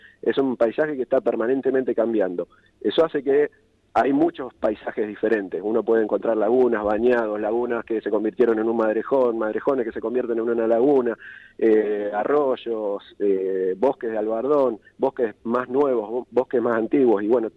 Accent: Santa Fe, Argentina; moved away as an adult

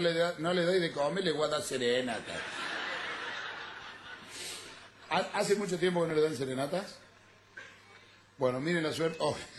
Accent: Cruz del Eje, Córdoba, Argentina; born there; now in Córdoba, Argentina; saben que … que soy de la República Argentina, de Córdoba exactamente, de la ciudad de Cruz del Este.

